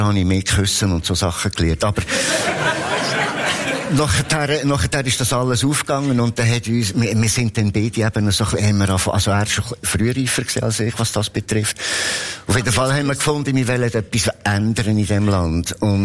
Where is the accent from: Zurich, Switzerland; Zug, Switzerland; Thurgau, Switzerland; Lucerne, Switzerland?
Lucerne, Switzerland; moved away; Und in Bern, ich als Luzerner, habe ich nicht einmal einen Beitrag auf Mundart lesen dürfen. Ich musste einen Berndeutschkurs machen.